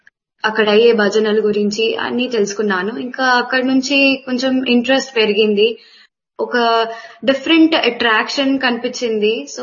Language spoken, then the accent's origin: Telugu; Hyderabad, Telangana, India; now in Dehradun, India; And నా home town Hyderabad. Present నేను ఇప్పుడు దేహ్రాదూన్ లో ఉంటున్నాను.